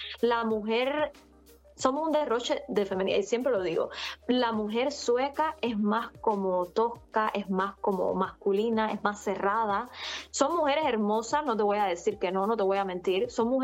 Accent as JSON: {"language": "Spanish", "country": "Cuba", "lives_now": "Sweden", "said": "yo soy hispana, y, o sea, mi idioma es el español, el castellano, ¿por qué no hablar español si estoy en mi tiempo libre?"}